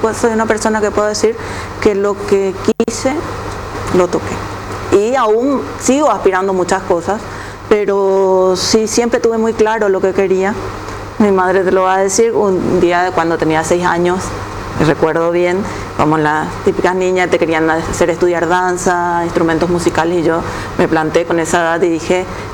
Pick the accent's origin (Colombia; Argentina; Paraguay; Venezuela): Paraguay; Coronel Oviedo, Caaguazú; born there; now in Asunción, Paraguay; yo nací en Coronel Oviedo